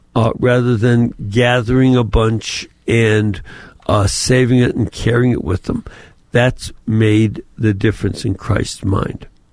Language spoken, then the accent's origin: English; Chicago, Illinois, United States; born or raised there